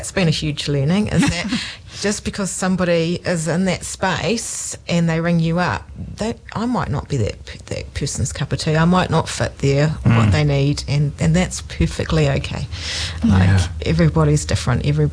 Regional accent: Doubtless Bay, Northland, New Zealand; also born or lived in Kaitaia; Yes, my family are originally from down here, but they moved away and I was born in Kaitaia and grew up in Doubtless Bay in Northland.

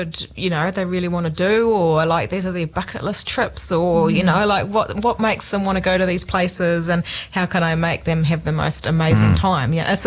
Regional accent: Doubtless Bay, Northland, New Zealand; moved away as an adult; also born or lived in Kaitaia / Auckland; now in Taranaki, New Zealand; my family are originally from down here, but they moved away and I was born in Kaitaia grew up in Doubtless Bay in Northland.

